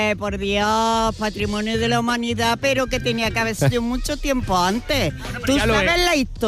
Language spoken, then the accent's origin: Spanish; Baeza, Andalusia, Spain